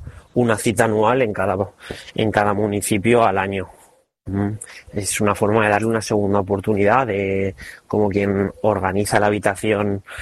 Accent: Benicàssim, Valencian Community, Spain; quiero a mi pueblo, quiero a Benicàssim

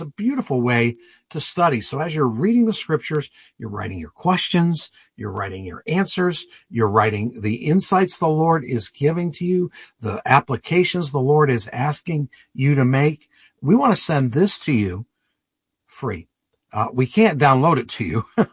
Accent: Massachusetts, United States; I'm a kid from Western Massachusetts. I'm a country boy.

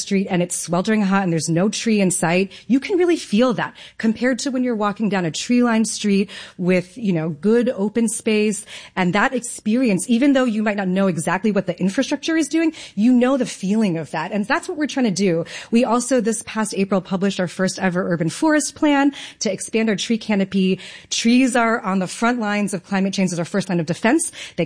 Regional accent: New York, United States; No, I was just kind of curious as a New Yorker, you know?

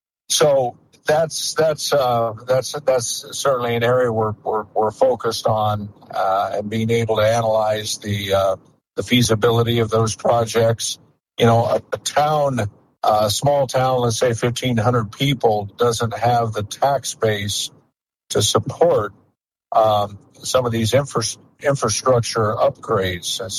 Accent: Iowa, United States; my home state of Iowa

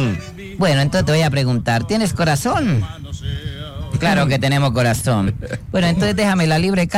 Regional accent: Buenos Aires, Cauca, Colombia; El mío es, yo soy de Buenos Aires. Bueno, Buenos Aires Cauca.

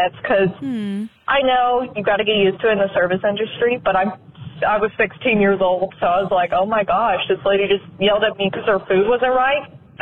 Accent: Crestview, Florida, United States; I'm from Crestview, Florida, and I'm 17 years old.

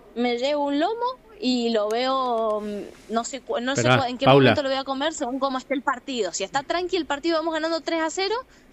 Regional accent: Godoy Cruz, Mendoza, Argentina; Soy Godoy Cruceña... sí, por siempre.

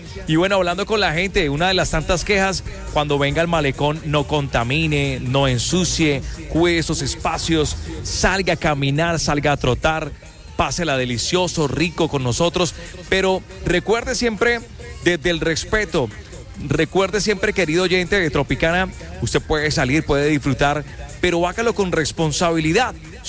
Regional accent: Cúcuta, Norte de Santander, Colombia; Soy cucuteño

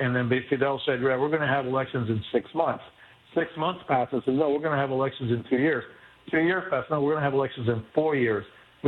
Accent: Miami, Florida, United States; But my story can be replicated, you know, hundreds of thousands of times here in my hometown of Miami.

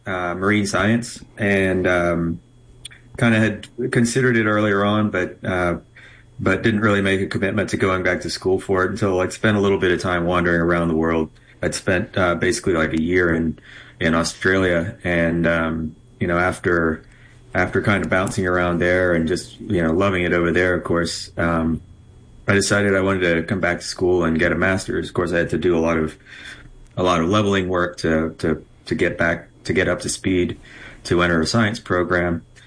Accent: Clear Lake, Texas, United States; also born or lived in England; I was actually born in England. I'm English by birth. I was born on the south coast near Brighton. And I migrated here while I was quite young. My family had moved here, and I grew up near Clear Lake, basically between Houston and Galveston area.

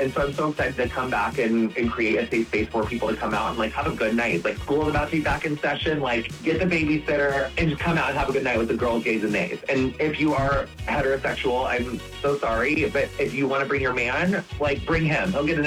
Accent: Quincy, Illinois, United States; Yes, I'm from Quincy. It's like not that far away.

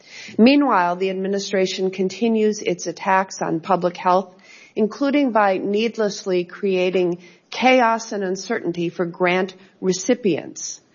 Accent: Wisconsin, United States; including about 160 cases in my home state of Wisconsin

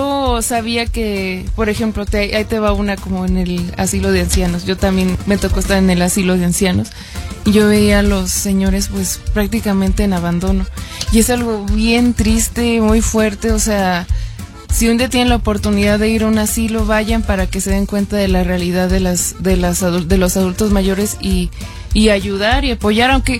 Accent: Matehuala, San Luis Potosí, Mexico; yo siempre digo de Matehuala, San Luis Potosí, porque pues ahora sí que es la tierra que me vio nacer, crecer. Ahí tengo a mis abuelitos, o sea, a toda mi familia. Ahí me eduqué, todo ahí, me raspé las rodillas

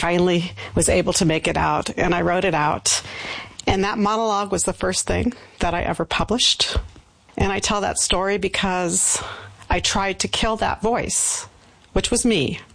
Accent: California, United States; also born or lived in Oregon, United States; I was born in California, as my New Mexican family had relocated to California for economic reasons. So I was born there. And while I was in high school, my family relocated to Oregon.

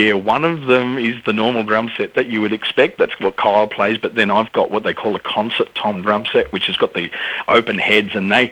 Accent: Australia; I said, we're from Australia. We're making

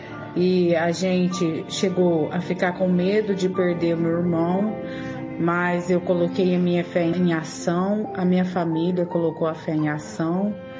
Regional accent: Mococa, São Paulo, Brazil; sou da cidade de Mococa.

